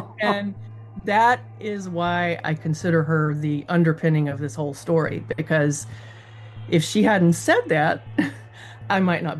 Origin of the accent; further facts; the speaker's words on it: Meridian, Mississippi, United States; this historic museum in my hometown of Meridian.